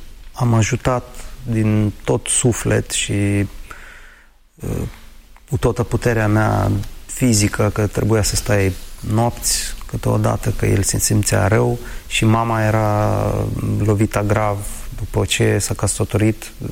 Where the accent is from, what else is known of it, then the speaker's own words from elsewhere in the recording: Storozhynets, Chernivtsi Oblast, Ukraine; first language Ukrainian; Romanian is a second language; moved away; Orașul meu, Storojeneț, aproape jumătate de populație a orașului sunt români etnici și am crescut în această atmosferă, dar nu știam limba română. Bunicul știa și vorbea bine, și bunica, doar că acasă se vorbea în ucraineană și nu știam, nu cunoșteam limba română.